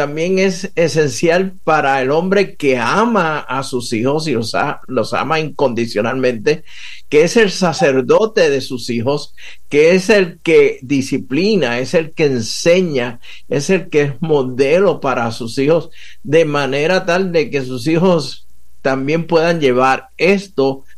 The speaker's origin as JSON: {"language": "Spanish", "country": "Puerto Rico", "tie": "born or raised there", "accent": "Puerto Rican", "moved": "yes", "lives_now": "Dallas, United States", "said": "como ya puedes ver notar por el acento, soy puertorriqueño, nacido y criado en la Isla del Encanto de Puerto Rico, así que resido ahora mismo en al norte de Dallas, Texas"}